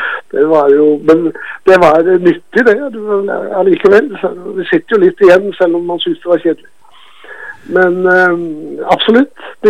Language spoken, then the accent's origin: Norwegian; Innlandet, Norway; now in Oslo, Norway; Ja, fra Valder som sagt, fra Østerslien der oppe da.